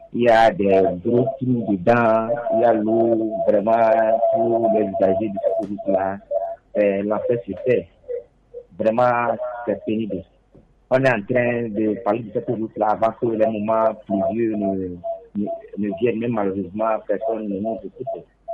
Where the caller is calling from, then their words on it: Maritime, Togo; Oui, j'appelle de Diagblé.